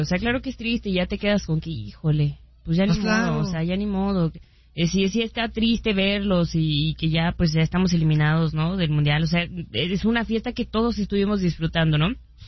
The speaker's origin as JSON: {"language": "Spanish", "country": "Mexico", "said": "pues yo soy mexicano, viva México y todo eso"}